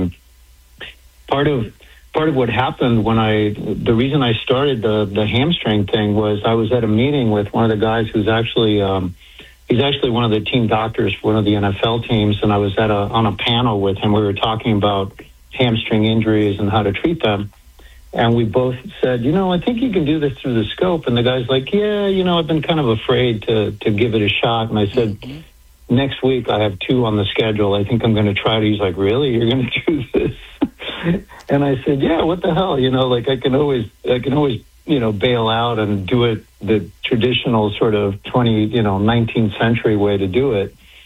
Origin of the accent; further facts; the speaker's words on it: Miami, Florida, United States; also born or lived in Cuba; I'm a poor Cuban immigrant. I was born in Cuba, and I came over from Cuba when I was five, grew up in Miami.